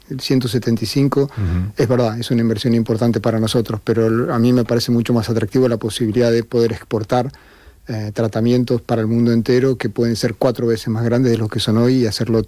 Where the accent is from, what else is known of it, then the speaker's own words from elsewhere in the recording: Argentina; also born or lived in Brazil; Como argentino, viví 5 años en Brasil. Brasil y Argentina tienen mucha rivalidad deportiva.